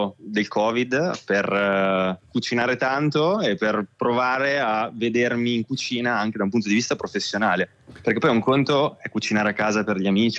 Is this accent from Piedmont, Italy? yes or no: no; Piacenza, Emilia-Romagna, Italy; now in Milan, Italy; io non sono di Milano, sono di Piacenza